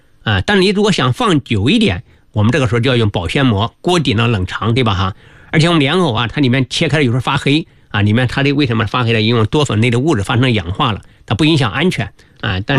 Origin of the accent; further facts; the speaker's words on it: Hubei, China; 因为我老家是湖北的，我们湖北就种的这种山药。